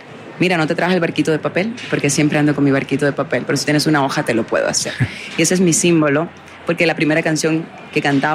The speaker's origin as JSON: {"language": "Spanish", "region": "Guantánamo", "country": "Cuba", "tie": "born or raised there", "said": "actué por primera vez en el Teatro Guiñol de mi ciudad natal, Guantánamo."}